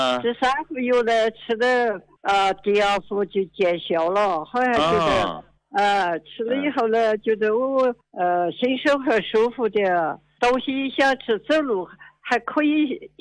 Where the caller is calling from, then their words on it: Yunnan, China; 我是云南的。